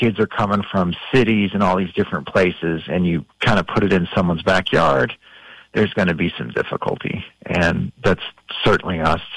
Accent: Kentucky, United States; And I loved growing up in Kentucky. I loved where I grew up. I also felt the need to move away.

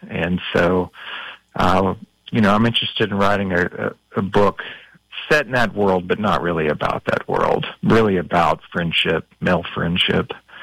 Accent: Kentucky, United States; born or raised there

